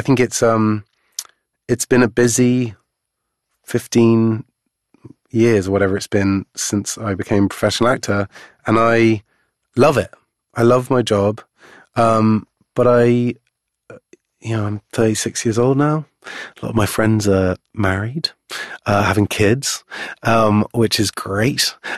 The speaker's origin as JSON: {"language": "English", "town": "Cheltenham", "region": "South West England", "country": "United Kingdom", "tie": "born or raised there", "said": "I had a really great upbringing in that town."}